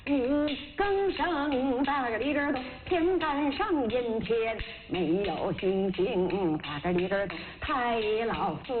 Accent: Wuchang, Heilongjiang, China; 我老家在黑龙江省五常市，兴盛乡新家村抠鱼

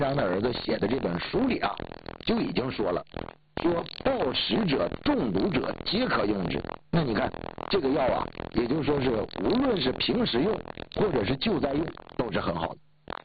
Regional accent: Northeast China, China; 那我记得小的时候在东北，这个每次吃了橘子剩那个皮儿

